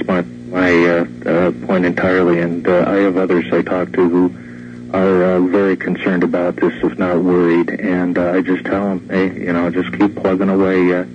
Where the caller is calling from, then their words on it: Phoenix, Arizona, United States; I'm calling from Phoenix.